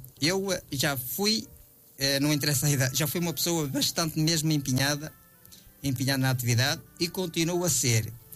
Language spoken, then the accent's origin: Portuguese; Portugal; nem em Eiriche, da minha terra